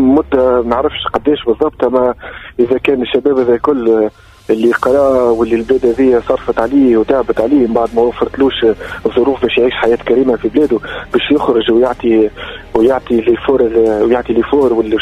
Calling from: Tunisia; انا شاب تونسي نعرفش كيما واحد في عمري مثلا 29 سنة

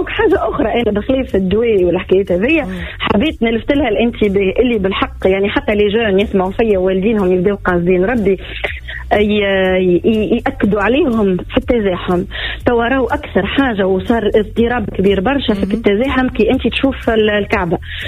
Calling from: Tunisia

